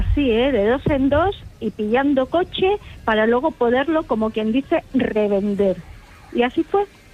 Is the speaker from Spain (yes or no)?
yes; Béjar, Castile and León, Spain; Soy de Béjar, en la provincia de Salamanca.